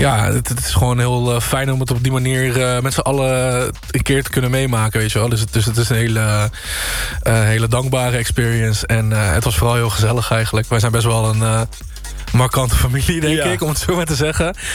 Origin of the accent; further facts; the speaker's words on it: North Brabant, Netherlands; ik kom uit Brabant.